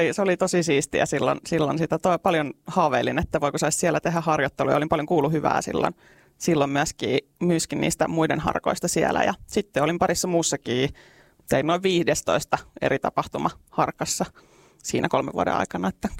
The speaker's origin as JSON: {"language": "Finnish", "town": "Asikkala", "region": "Päijänne Tavastia", "country": "Finland", "said": "Mä oon siis Asikkalasta kotosin ja Lahdessa paljon pyörinyt"}